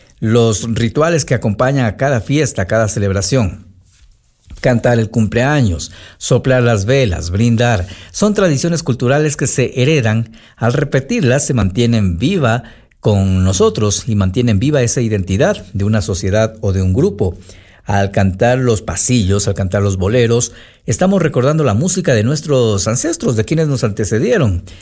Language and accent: Spanish; Ecuador; soy ecuatoriano, me gusta la música de mi país